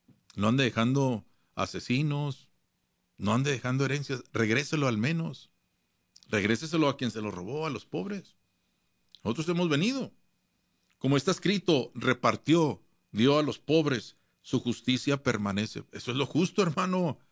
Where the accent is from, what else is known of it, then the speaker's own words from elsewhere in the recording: Ciudad Juárez, Chihuahua, Mexico; now in Greeley, United States; Ciudad Juárez, mi tierra natal.